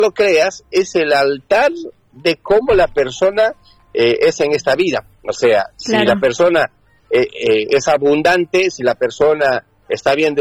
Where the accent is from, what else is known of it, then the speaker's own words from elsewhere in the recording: Cochabamba, Bolivia; moved away; yo soy boliviano de Cochabamba